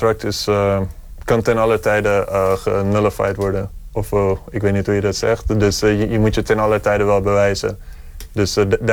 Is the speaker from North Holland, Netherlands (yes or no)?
yes; Muiden, North Holland, Netherlands; now in United States; kom van Muiden, geboren en getogen in Nederland en ik speel basketbal in de NBA.